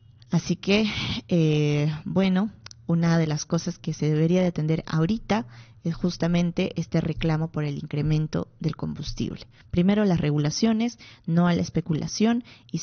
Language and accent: Spanish; Peru; Somos peruanos como ellos